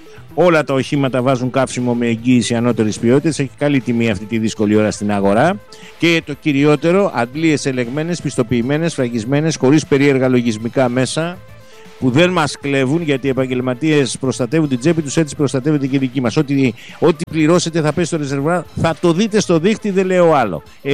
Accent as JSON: {"language": "Greek", "region": "Western Greece", "country": "Greece", "moved": "yes", "lives_now": "Patras, Greece", "said": "Καλημέρα στην Αιτωλό Ακαρνανία, την πατρίδα μου, στο Μεσολόγγι, στο Αγρίνιο, σε όλα τα χωριά μας."}